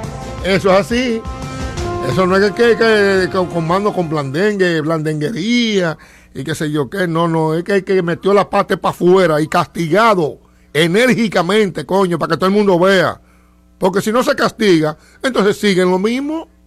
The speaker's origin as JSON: {"language": "Spanish", "country": "Dominican Republic"}